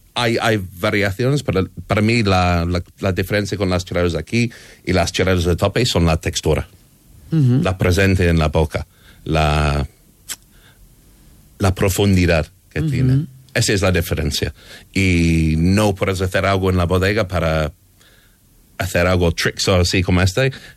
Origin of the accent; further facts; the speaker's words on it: Barcelona, Catalonia, Spain; born there; also born or lived in London; siempre he vivido en Barcelona, pero mis estudios la mayoría son en Londres.